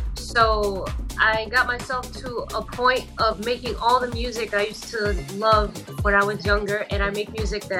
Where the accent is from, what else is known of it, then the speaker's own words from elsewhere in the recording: Lebanon; now in Chicago, United States; artist, producer, mixer, everything music, songwriter. And I'm in Chicago. I'm from Lebanon.